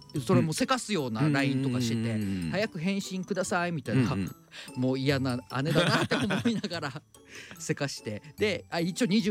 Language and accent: Japanese; Okinawa, Japan; でまあ沖縄出身なんで、久しぶりにね沖縄居酒屋行きましたね